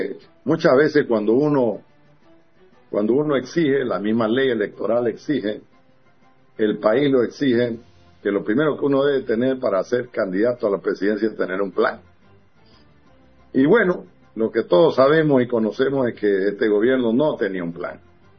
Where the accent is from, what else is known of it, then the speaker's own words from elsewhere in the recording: Santa Cruz, Bolivia; nosotros, los cruceños, nosotros los orientales